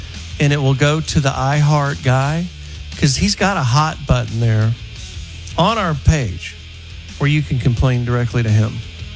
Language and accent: English; Texas, United States; I mean, just because we're from Texas, do you think it's a racist thing?